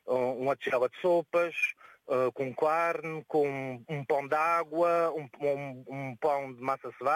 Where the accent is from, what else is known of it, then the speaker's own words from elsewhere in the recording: Praia da Vitória, Azores, Portugal; born there; Eu nasci numa zona chamada Amoreiras.